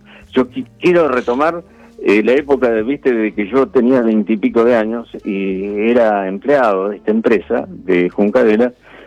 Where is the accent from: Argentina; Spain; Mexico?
Argentina; La Rioja; Me dediqué a los medios de comunicación en mi provincia natal. Yo soy de La Rioja.